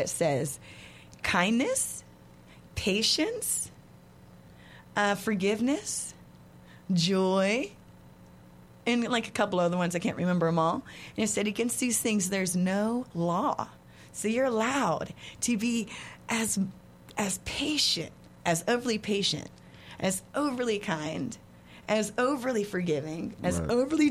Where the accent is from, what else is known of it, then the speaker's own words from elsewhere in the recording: West Virginia, United States; We're from West Virginia, right. And that's kind of what we do up in West Virginia.